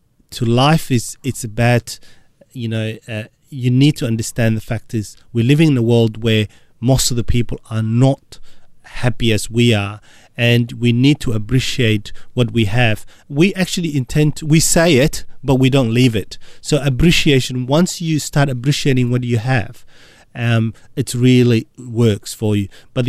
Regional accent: Somalia; English is a second language; now in Melbourne, Australia

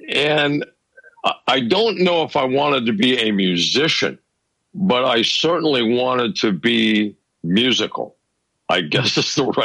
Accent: Mexico City, Mexico; I grew up in Mexico City.

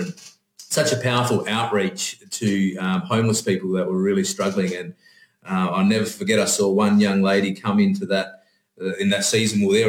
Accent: Muckinbudin, Western Australia, Australia; It was I just loved my hometown. If you cut my arm open, I would bleed green and gold for the Muckinbuddin Rams Footy Club. Love my hometown.

